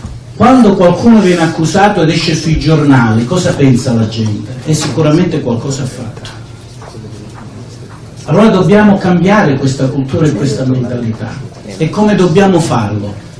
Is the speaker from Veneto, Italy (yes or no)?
yes; Padua, Veneto, Italy; Io nonostante il mio accento, vengo da Padova, sono un medico